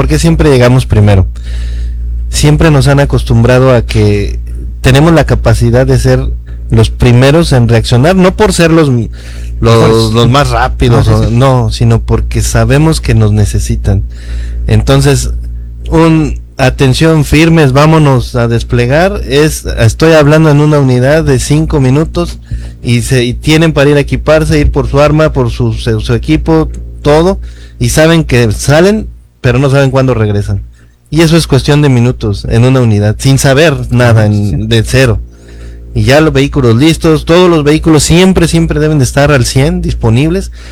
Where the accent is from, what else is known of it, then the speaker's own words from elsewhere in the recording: Mexico City, Mexico; Ah, sí, yo soy de allá, de la Ciudad de México.